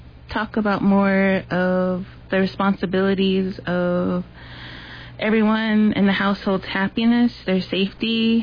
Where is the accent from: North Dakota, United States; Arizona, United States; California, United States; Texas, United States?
Arizona, United States; Tuba City; I am from Tuba City, Lower Maungopi area